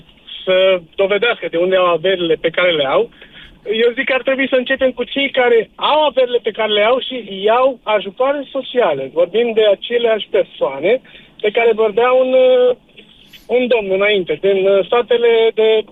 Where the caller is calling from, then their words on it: London, United Kingdom; Nu sunt din Baia Mare, sunt din Londra, din Marea Britanie.